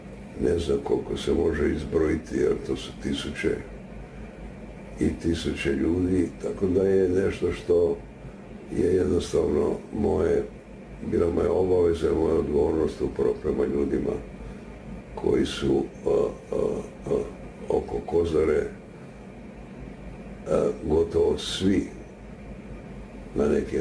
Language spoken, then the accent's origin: Croatian; Split, Split-Dalmatia County, Croatia; born there; moved away; pošto ja potičem iz Hrvatske, pošto sam rođen u Splitu, u okolici Splita